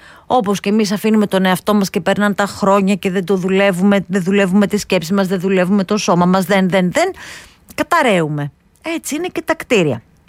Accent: Western Greece, Greece; ήμουν μικρή όταν είχε κλείσει, επειδή κατά το ίμιση είμαι και από την Αχαΐα.

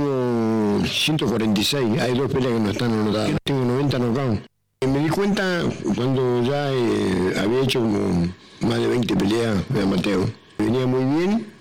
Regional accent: Caleta Olivia, Santa Cruz, Argentina; moved away as an adult; now in Buenos Aires, Argentina; vengo de Caleta Olivia a Buenos Aires, de esta ciudad tan grande, es un monstruo grande.

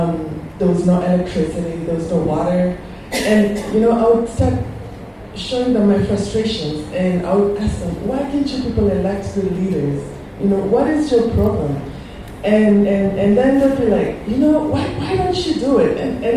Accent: Nairobi, Kenya; moved away; Not because I want to, but just because I wasn't raised in Sele. Most of my life, I grew up in Nairobi, and then I went overseas and I was fairly young.

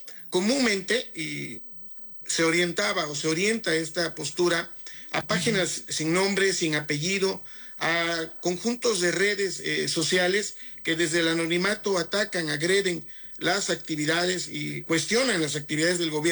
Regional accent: Oaxaca, Mexico; quien conozco de muchos años, somos oaxaqueños con quien tuve varias conversaciones previo a ser secretario de gobierno

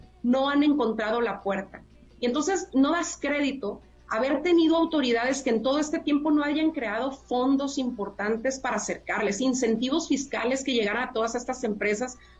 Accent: Culiacán, Sinaloa, Mexico

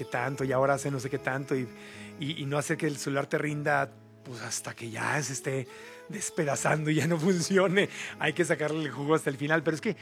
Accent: Mexico; born there; Nací en México, soy mexicano obviamente, pero también tengo el pasaporte de Estados Unidos.

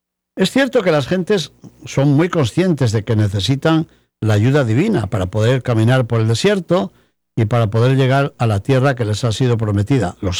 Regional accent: León, Castile and León, Spain; cuyos restos conservamos en mi ciudad natal, en León, en la Basílica de San Isidoro.

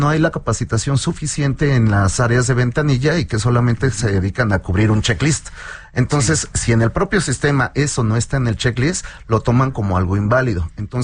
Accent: Mexico; lo primero que vemos es que como mexicanos no tenemos cultura financiera.

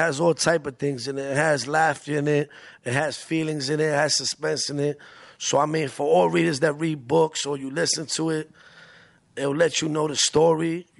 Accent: Bronx, New York, United States; I'm from the Bronx. If you're from the Bronx, rep the Bronx. Shout out to the Bronx.

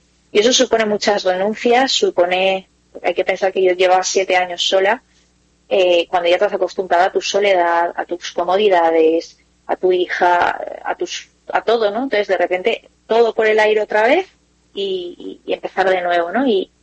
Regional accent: Valencia, Valencian Community, Spain; yo soy de Valencia, y me fui a Madrid a una cosa que tenemos de católicos

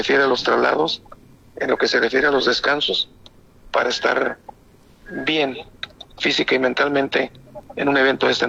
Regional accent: Durango, Mexico; somos duranguenses y hay que estar pendiente con el equipo de Durango, equipo de casa

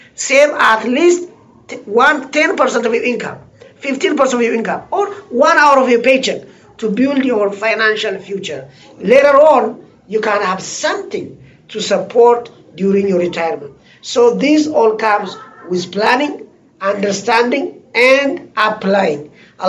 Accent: Ethiopia; And right now I'm from the Ethiopian community, right?

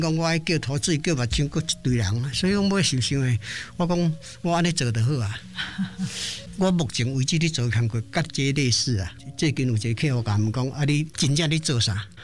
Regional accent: Yilan County, Taiwan; now in Hualien, Taiwan; 我是宜兰人。

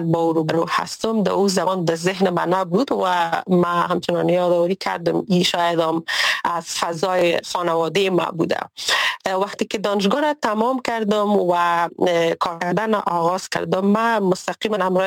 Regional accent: Kabul, Afghanistan; ما ای اولین بار است که از افغانستان بیرون زندگی میکنم و از زمانی که تولد شدیم در کابل بزرگ شدیم و در کابل زندگی کردیم.

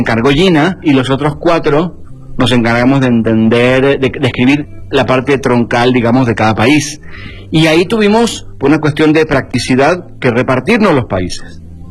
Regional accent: Argentina

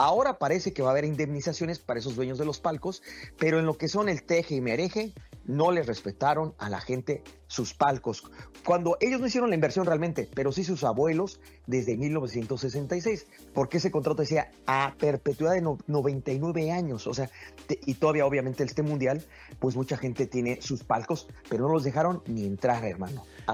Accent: Mexico; Venimos mexicanos

